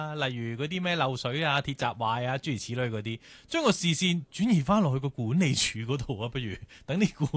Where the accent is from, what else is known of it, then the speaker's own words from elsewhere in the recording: Hong Kong; 作为香港人